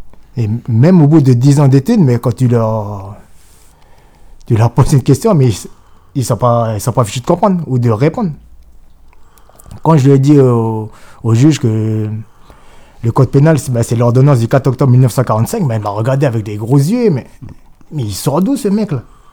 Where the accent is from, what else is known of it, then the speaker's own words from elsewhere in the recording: New Caledonia; Nous, on est des Kanaks. On n'est pas des Français.